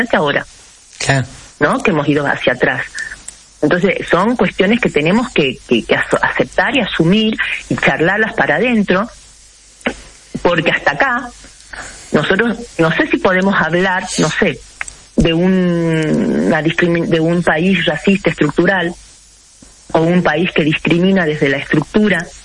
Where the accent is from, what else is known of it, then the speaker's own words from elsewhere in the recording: Argentina; born there; yo soy argenta de la cuna hasta el cajón. Nunca me he sentido más argentina que ahora.